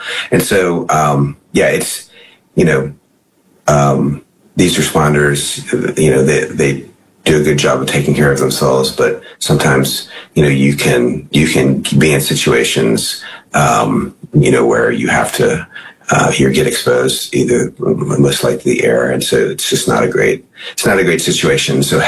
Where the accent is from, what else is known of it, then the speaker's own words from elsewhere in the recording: Charlottesville, Virginia, United States; I mean, we have in my hometown, Charlottesville